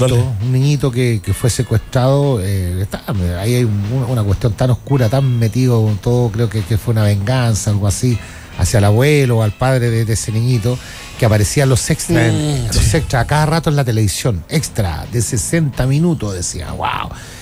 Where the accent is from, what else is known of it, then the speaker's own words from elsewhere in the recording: Chile; Somos buenos los chilenos nosotros para cambiar cosas y tener nuestro propio sentido.